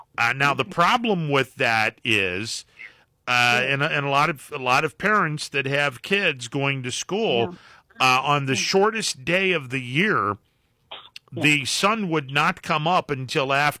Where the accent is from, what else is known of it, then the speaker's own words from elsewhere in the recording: Youngstown, Ohio, United States; I grew up in the Mahoning Valley. I grew up in the Youngstown area. So I really haven't taken part in the soapbox derby.